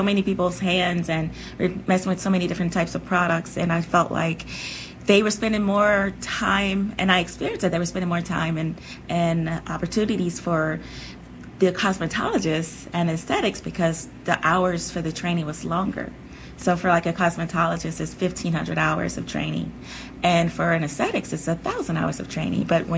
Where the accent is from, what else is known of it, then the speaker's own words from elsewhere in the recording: Louisiana, United States; also born or lived in Texas / New York; now in Kansas City, United States; I'm originally from Louisiana. If you're from Louisiana, you bounce back and forth from Texas to Louisiana. From Texas, I moved to New York. In New York, I lived there for about 12 years, and then that's where we found our way here to Kansas City.